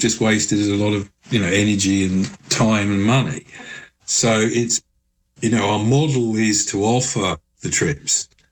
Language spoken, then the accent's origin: English; London, United Kingdom; And, you know, as a Londoner, you know, I'm fascinated by, at that point, the biggest city in Europe